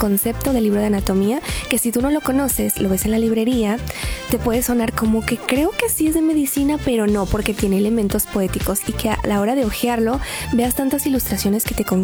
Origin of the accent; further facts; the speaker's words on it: Mexico; soy escritora mexicana